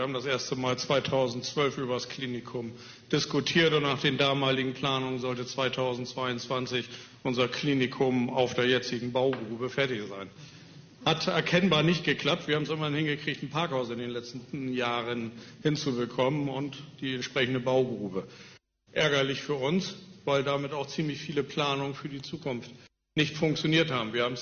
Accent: Wilhelmshaven, Lower Saxony, Germany; und ich vertrete die Wilhelmshavener Interessen auch so, dass wir als Wilhelmshavener uns da auch wiederfinden.

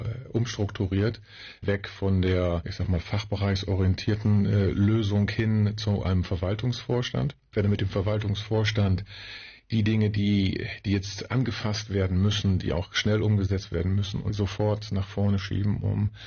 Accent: Varel, Lower Saxony, Germany; Ich bin Urfareler, also richtig in Varel geboren, im Jahre 1964 und habe in Varel die Schule besucht, das Gymnasium, bin dort aufgewachsen

